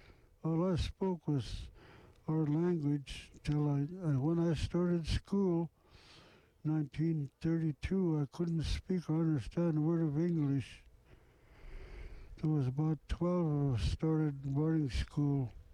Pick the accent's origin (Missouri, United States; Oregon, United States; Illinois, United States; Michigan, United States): Oregon, United States; Nashua; also born or lived in Warm Springs; I grew up in Nashua next to … married to my grandma.